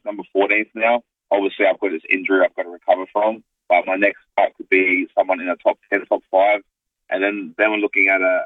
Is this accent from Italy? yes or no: no; Adelaide, South Australia, Australia; moved away as an adult; also born or lived in Two Wells / Taperoo; now in Auckland, New Zealand; I grew up in North Haven and also Two Wells. Originally, when we first came to Adelaide, I was in Taparu. And then we moved in with my grandparents in North Haven. So that was sort of my area.